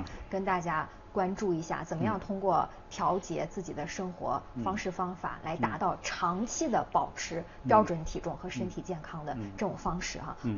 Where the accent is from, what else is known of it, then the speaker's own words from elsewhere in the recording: China; 我们中国人都特别喜欢吃啊